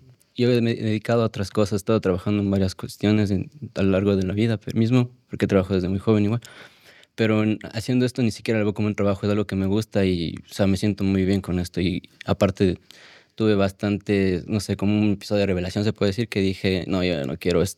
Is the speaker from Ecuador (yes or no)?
yes; Ecuador; moved away; yo salí de Ecuador con una mente, con un objetivo también claro, porque salí hace 2 años